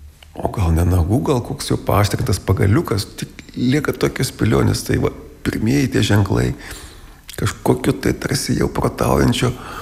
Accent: Samogitia, Lithuania; esam lietuviai, jų žemaičiai tokie. Lietuviai su tokiu klaustuku, ar kaip. Nu tai va, matot, tas mūsų regionas išsaugojo tą savitumą labiausiai.

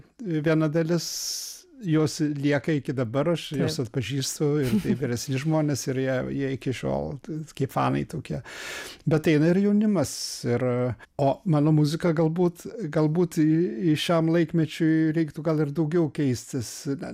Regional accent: Vievis, Vilnius County, Lithuania; Mes netgi beveik iš to pačio rajono, jisai iš Trakų, aš iš Vievio. Kažkada trakai buvo... Vievis buvo Trakų rajone, dabar Elektrėnų, aišku, savivaldybėj

